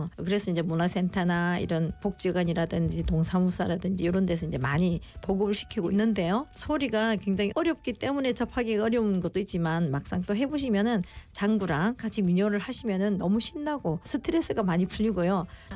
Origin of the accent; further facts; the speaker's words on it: Sancheong, South Gyeongsang, South Korea; now in Busan, South Korea; 제가 워낙 시골 출신이어서 경남 산청이 제 고향인데요. 거기서는 뭐 소리 학원도 따로 있는 곳이 아니고 굉장히 산촌이었기 때문에